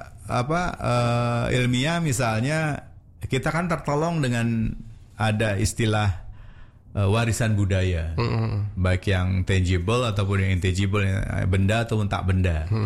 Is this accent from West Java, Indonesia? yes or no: yes; Cirebon, West Java, Indonesia; Contoh misalnya kita orang Cirebon, apakah anak-anak kita bisa berbahasa Cirebon?